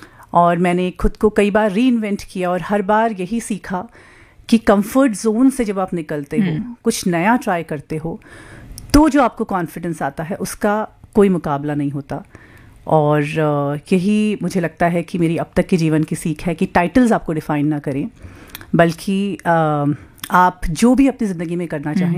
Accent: Uttarakhand, India; मैं पहाड़ों से आती हूँ, आई एम अ प्राउड पहाड़ी, उत्तराखंड की वादियों से।

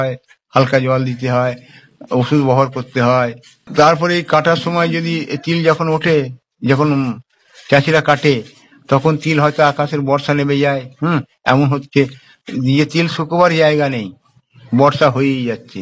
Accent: West Bengal, India; আমার বাড়ি হচ্ছে খামারপাড়া, আমি পোলবাদপুর ব্লকের বাসিন্দার, আমনান গ্রাম পঞ্চায়েতের।

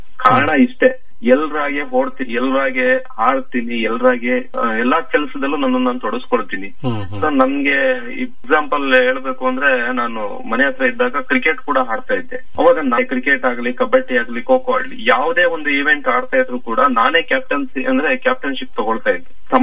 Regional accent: Karnataka, India; ನಮ್ಮೂರಿಂದ ಸುಮಾರು ಕೊಳನೂರ್ ಇತ್ತು, ಕುಶಾಲ್ ನಗರ ಹತ್ರ ಇತ್ತು, ಅರಕಲಗೋಡು ಇತ್ತು

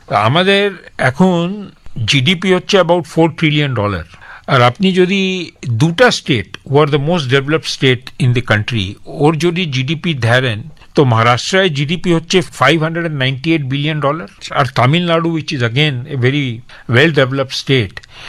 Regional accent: India; born there; আমি ভারতবর্ষে জন্ম নিলাম, আমার জন্ম পাকিস্তানে হয়নি, আমার জন্ম বাংলাদেশে হয়নি, আর তারপরে যদি আমাকে পার্টিশনের পরে বাংলাদেশেও যেতে হলো না, পার্টিশনের পরে পাকিস্তানে যেতে হলো না।

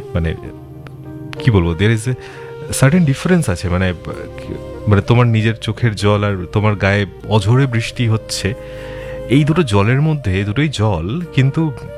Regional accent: India

